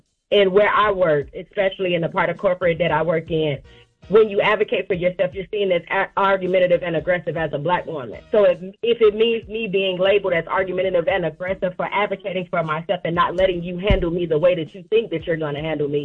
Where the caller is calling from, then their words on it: Chicago, Illinois, United States; Good morning. I'm calling from Chicago.